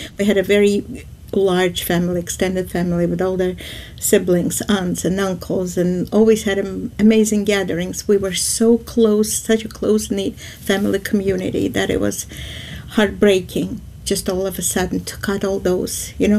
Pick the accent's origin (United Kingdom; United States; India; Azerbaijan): Azerbaijan; Baku; They would say, we're from Baku, which means we belong to Baku, and that's our nationality. And yes, all the years that we had our life there was, you know, being raised as a child